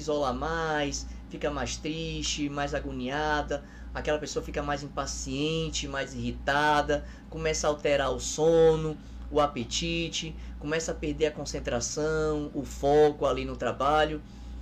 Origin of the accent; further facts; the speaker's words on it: Guaratinga, Bahia, Brazil; born there; also born or lived in Itabela / Eunápolis; Eu sou de Guaratinga, tá? Minha família paterna é de Guaratinga